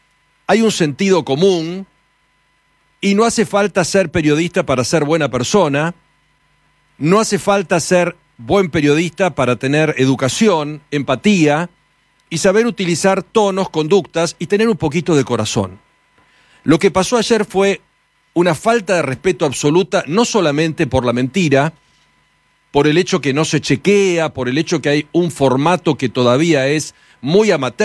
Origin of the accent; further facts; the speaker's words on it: Argentina; siendo argentinos como somos nosotros